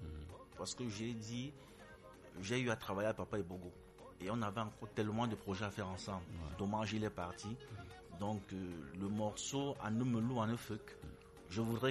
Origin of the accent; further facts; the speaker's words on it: Cameroon; Je suis Camerounais. Je dois valoriser la femme du Cameroun.